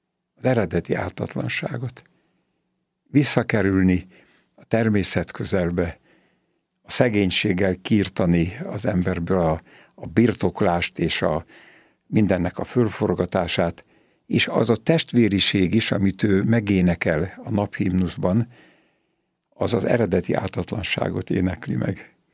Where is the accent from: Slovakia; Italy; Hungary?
Hungary; Pest; born there; én tápiósvíben születtem, és a templomunk ennek a titoknak van szentelve